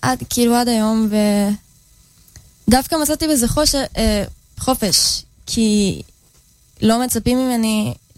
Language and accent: Hebrew; Jaffa, Tel Aviv District, Israel; אז אני מיפו במקור, מאג'מי.